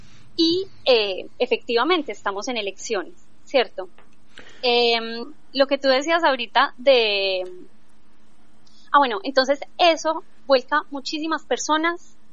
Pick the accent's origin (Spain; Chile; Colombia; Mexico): Colombia; moved away as an adult; now in Argentina; a mí, por ejemplo, como colombiana, te cuento un dato. Me impresionó mucho cuando llegué acá a Argentina hace un año y medio